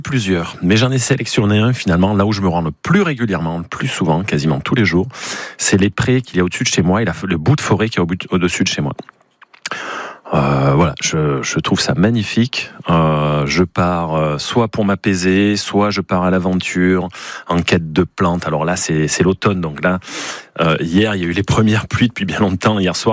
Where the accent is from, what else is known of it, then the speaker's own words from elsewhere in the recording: Gruffy, Auvergne-Rhône-Alpes, France; moi, je suis de Gruffy, côté ouest